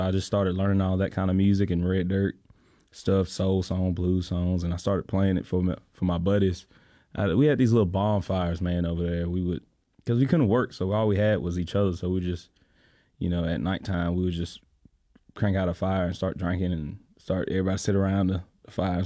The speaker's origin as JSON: {"language": "English", "town": "Ellic City", "region": "Alabama", "country": "United States", "tie": "born or raised there", "said": "A town called Ellic City in Alabama."}